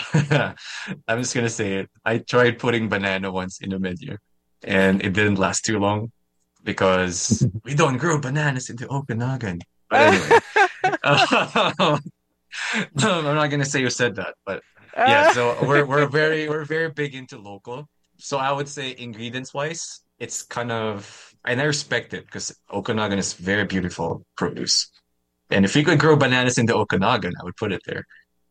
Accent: Central Luzon, Philippines; moved away; that's very close to where I technically grew up in. So I'm from Nueva Ecija.

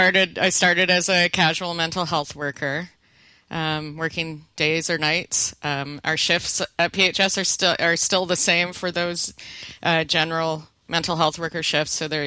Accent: Vancouver, British Columbia, Canada; So I grew up in Vancouver. The city looked quite different then, but I used to ride my bike down to the downtown and downtown east side regularly.

